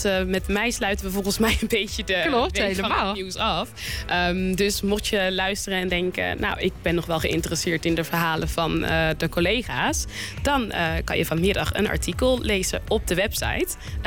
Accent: The Hague, South Holland, Netherlands; Ik kom natuurlijk zelf ook uit Den Haag.

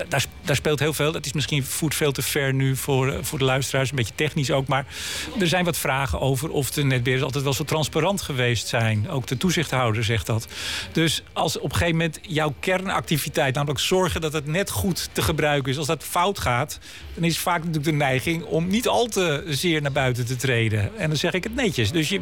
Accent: Amsterdam, North Holland, Netherlands; ik kom uit Amsterdam

